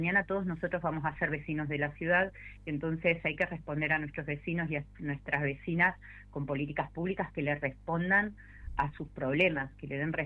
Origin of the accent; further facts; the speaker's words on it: Argentina; como argentinos y argentinas